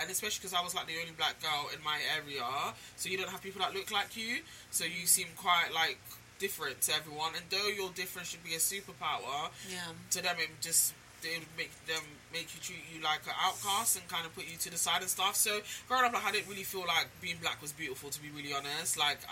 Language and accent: English; London, United Kingdom; born there; also born or lived in Sierra Leone / Netherlands; And then I grew up here, like I mentioned, in Northwest London. So I grew up in Harsden.